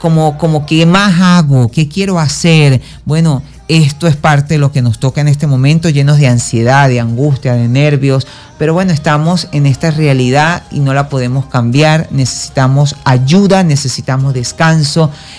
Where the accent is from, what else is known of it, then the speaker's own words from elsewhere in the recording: Caracas, Capital District, Venezuela; born there; moved away; nací en Caracas y es una tierra que además amo